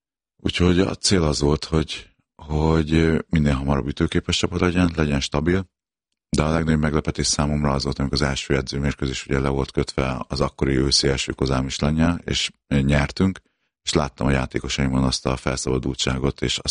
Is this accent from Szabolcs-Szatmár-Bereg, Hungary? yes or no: yes; Nyíregyháza, Szabolcs-Szatmár-Bereg, Hungary; ugye nyíregyháziként Nyíregyháza nekem órási dolog volt, hogy odaérhettem a vezetőedzői posztra.